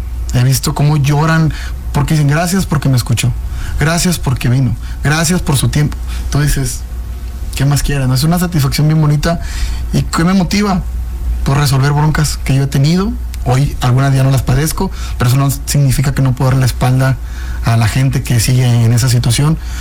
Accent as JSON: {"language": "Spanish", "town": "Monterrey", "region": "Nuevo León", "country": "Mexico", "said": "Soy un pelado muy acelerado. Así somos los regios, creo."}